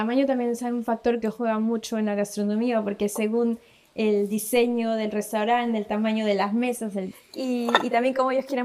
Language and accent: Spanish; Germany; Crecí en Alemania